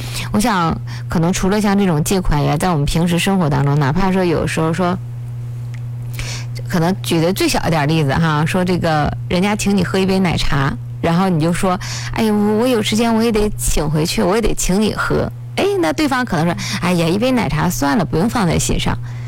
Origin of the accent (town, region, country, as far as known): China